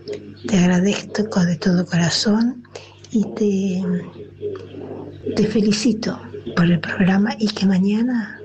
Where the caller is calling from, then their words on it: San Martín, Buenos Aires Province, Argentina; de San Martín.